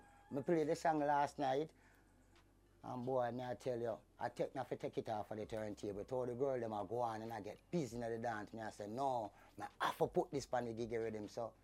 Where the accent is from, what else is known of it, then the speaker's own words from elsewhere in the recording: Kingston, Saint Andrew, Jamaica; We come from August Town